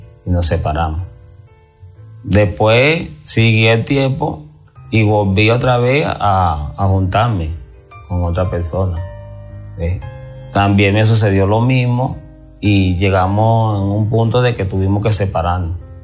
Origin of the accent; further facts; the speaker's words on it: Colombia; moved away as an adult; now in Venezuela; Yo vine de Colombia hacia Venezuela con un propósito de trabajar, de emprender, de seguir adelante.